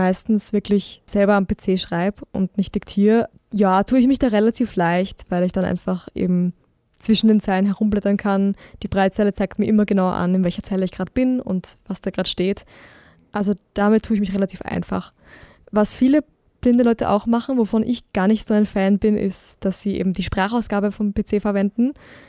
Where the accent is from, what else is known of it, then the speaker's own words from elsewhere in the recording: Burgenland, Austria; ich bin im Burgenland aufgewachsen und wohne auch immer noch dort